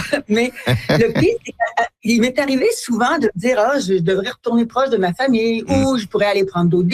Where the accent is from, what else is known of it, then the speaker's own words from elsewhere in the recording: Ontario, Canada; now in Hearst, Canada; nous, les Franco-Ontariens